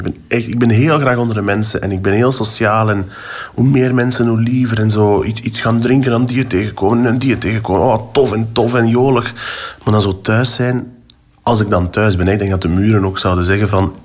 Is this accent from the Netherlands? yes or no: no; Ostend, Flanders, Belgium; moved away as an adult; also born or lived in Brussels; now in Antwerp, Belgium; Ik ben opgegroeid in Oostende, ja.